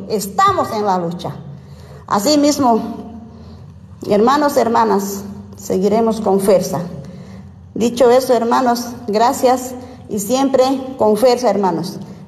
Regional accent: Bolivia; Nosotros somos bolivianos verdaderos, somos indígenas, campesinos

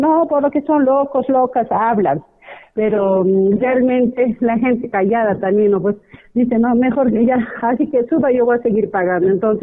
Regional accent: Cotabambas, Apurímac, Peru; nosotros, como cotabambinos

